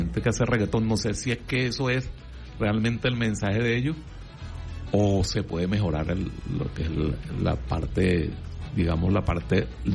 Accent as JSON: {"language": "Spanish", "town": "Cata", "region": "Aragua", "country": "Venezuela", "tie": "born there", "moved": "yes", "said": "Yo voy una oportunidad para Cata, ¿no? Voy para mi pueblo."}